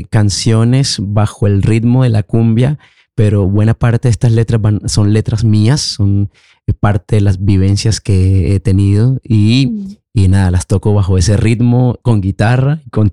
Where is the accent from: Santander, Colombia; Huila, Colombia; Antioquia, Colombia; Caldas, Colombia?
Santander, Colombia; Barrancabermeja; born there; mi familia es muy campesina, justamente de la ribera del río Magdalena. Yo nací en Barranca Bermeja, Santander, de toda una familia caribe.